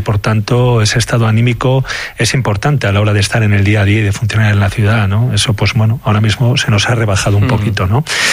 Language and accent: Spanish; León, Castile and León, Spain; como alcalde, como leonés y como aficionado